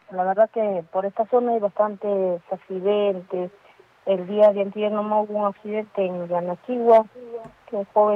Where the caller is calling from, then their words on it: Chuquibamba, Arequipa, Peru; Les estoy llamando de la ciudad de Chuquiamba.